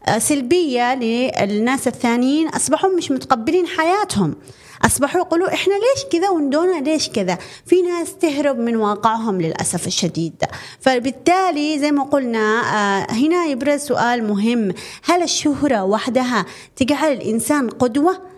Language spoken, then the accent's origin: Arabic; Yemen; عندنا باليمن